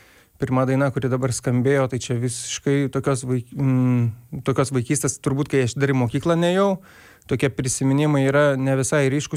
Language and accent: Lithuanian; Ukmergė, Vilnius County, Lithuania; Užaugau Ukmergėje, užaugau tokioj vietoj, kad vienoj gatvės pusėj buvo mūsų namai, kitoj gatvės pusėj buvo senelių namai.